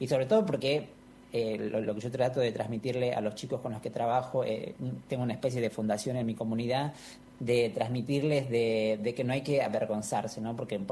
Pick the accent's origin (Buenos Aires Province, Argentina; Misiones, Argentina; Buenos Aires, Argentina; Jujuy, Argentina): Jujuy, Argentina; Valle Grande; soy de Valle Grande